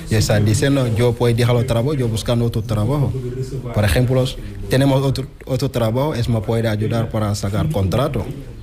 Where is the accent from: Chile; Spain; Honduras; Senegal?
Senegal; Spanish is a second language